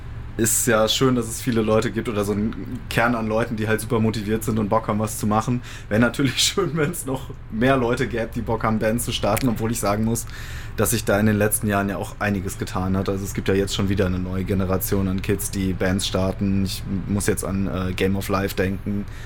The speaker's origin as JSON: {"language": "German", "region": "North Rhine-Westphalia", "country": "Germany", "tie": "born or raised there", "also_born_or_lived": "Paderborn", "moved": "yes", "lives_now": "Cologne, Germany", "said": "Ich komme tatsächlich aus dem Sauerland. Genau, da bin ich aufgewachsen, habe dann eine Zeit lang in Paderborn gewohnt und bin vor mittlerweile fast 10 Jahren nach Köln gezogen."}